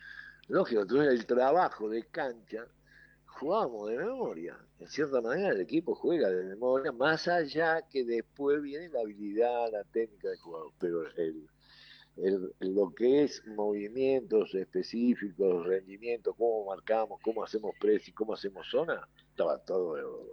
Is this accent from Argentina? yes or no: yes; Argentina; Yo soy argentina, ¿no?